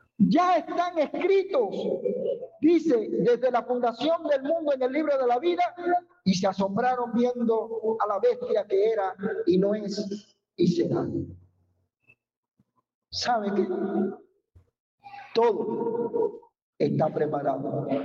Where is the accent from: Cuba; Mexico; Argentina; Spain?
Cuba; Uno de los problemas que nosotros pasamos como cubanos en el país